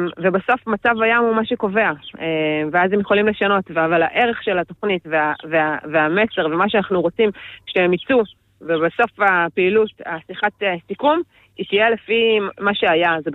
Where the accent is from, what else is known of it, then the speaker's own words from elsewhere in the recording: Central Israel, Israel; אני מהמרכז